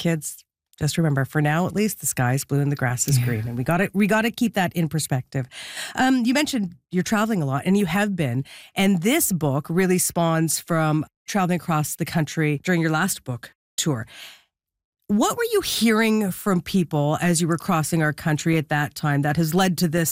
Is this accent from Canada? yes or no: yes; Canada; We're not quite British. There are things we share in common, but we're not British. Why has Canada, arguably, up until, you know, these last number of years, kind of struggled with saying, well, here's who we are as Canadian